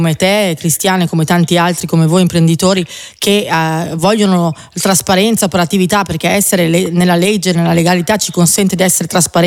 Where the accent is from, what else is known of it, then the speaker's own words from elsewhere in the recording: Lombardy, Italy; Lo dico da lombarda.